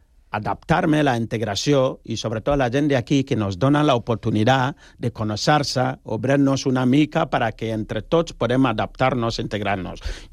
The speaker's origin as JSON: {"language": "Catalan", "country": "Ghana", "second_language": "Catalan", "lives_now": "Spain", "said": "perquè jo soc de Ghana, tu imagina que jo vinc aquí amb un taparrabo o una llança, això no és així."}